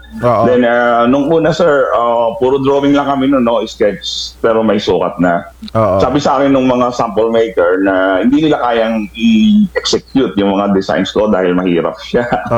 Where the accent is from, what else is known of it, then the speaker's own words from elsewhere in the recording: Samal, Central Luzon, Philippines; born there; I was born here in Samal, Bataan.